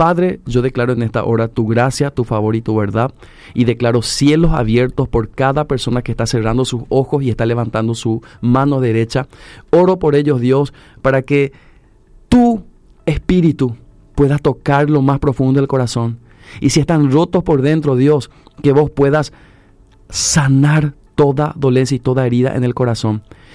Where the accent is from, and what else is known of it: Paraguay